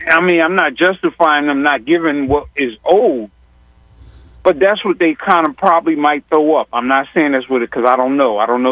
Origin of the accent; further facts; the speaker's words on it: Philadelphia, Pennsylvania, United States; I grew up in North Philly, you grew up in North Philly.